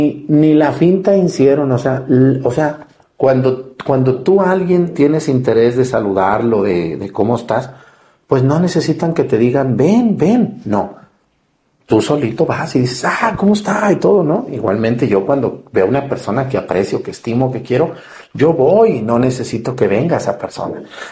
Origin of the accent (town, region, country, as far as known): Mexico; born there